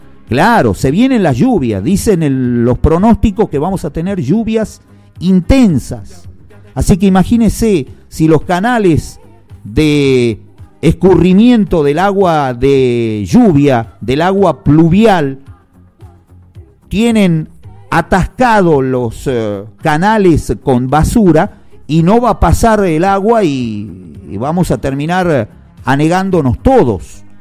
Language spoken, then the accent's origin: Spanish; Tucumán, Argentina; perdone, yo soy tucumano, como diciendo, allá en Tucumán no nos dejan